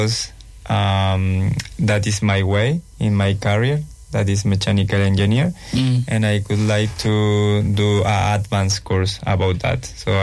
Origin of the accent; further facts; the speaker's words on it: Chile; English is a second language; moved away as an adult; also born or lived in Germany; now in Melbourne, Australia; that's okay. I am from Chile. And I left Chile around 8 years. So I went for first time to Germany to live there around 4.5 years.